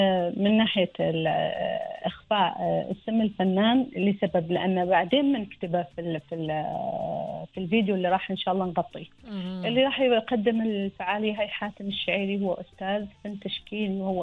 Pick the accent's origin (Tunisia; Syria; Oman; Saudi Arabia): Oman; لنا في عمان، اللي نحولها من قصة إلى منحوتة كاملة تلمسنا نحن كعمانيين،